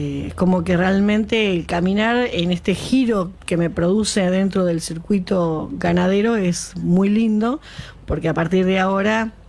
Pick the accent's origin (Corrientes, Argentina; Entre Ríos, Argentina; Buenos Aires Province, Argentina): Buenos Aires Province, Argentina; Tapalqué; Y no, acá me doy cuenta que también de mi pueblo, que es Tapalqué, soy la única productora que ha llegado con vacunos, con un animal bovino, digamos, acá a la rural.